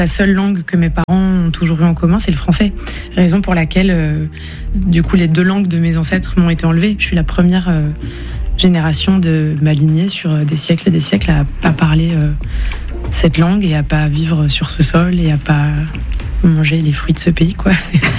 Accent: France; je me sentais française d'origine algérienne. Et aujourd'hui, je me sens vraiment algérienne de France.

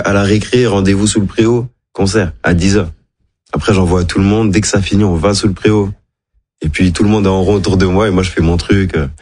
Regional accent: Madagascar; ils savent pas tous que je suis malgache.

